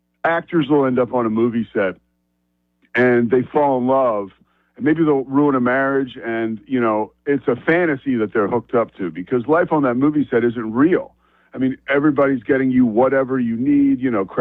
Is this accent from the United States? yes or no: yes; Philadelphia, Pennsylvania, United States; I'm from Philly. I worked for the Sixers organization.